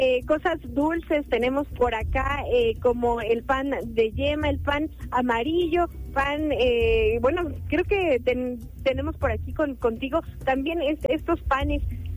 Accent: Oaxaca, Mexico; Nosotros venimos de la ciudad de Oaxaca, pero todos nuestros proveedores son de diferentes regiones del estado.

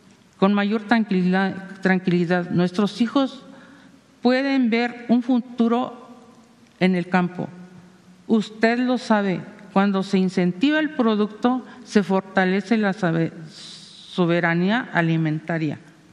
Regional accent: Maravatío, Michoacán, Mexico; vengo del oriente de Michoacán, de Marabatío, una región productora de maíz donde nuestros abuelos enseñaron a sembrarlo y hoy lo hacemos con pasión y arraigo.

